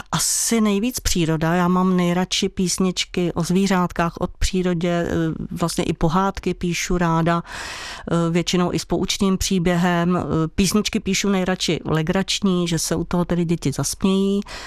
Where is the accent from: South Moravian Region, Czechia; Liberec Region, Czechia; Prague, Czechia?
Liberec Region, Czechia; Frýdlant; moved away as an adult; now in Hejnice, Czech Republic; já jsem sice z Frýdlantu, ale teď bydlím asi 15 let v Hejnicích, což je tedy 10 kilometrů.